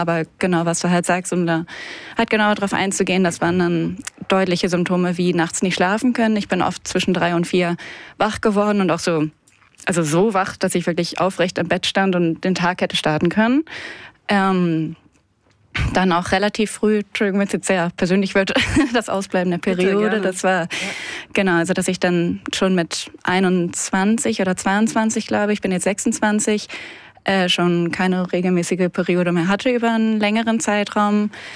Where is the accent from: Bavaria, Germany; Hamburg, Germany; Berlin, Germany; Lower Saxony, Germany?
Lower Saxony, Germany; Hannover; now in Zillertal, Austria; also ich komme aus Hannover und bin zu dem Zeitpunkt dann ins Zillertal gezogen, nach Österreich